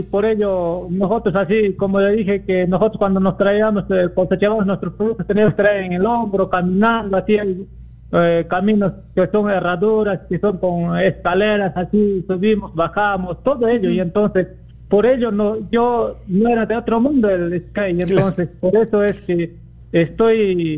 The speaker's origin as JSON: {"language": "Spanish", "region": "Arequipa", "country": "Peru", "tie": "born or raised there", "said": "un saludo desde aquí de mi pueblo Ayahuasca, del departamento de Arequipa"}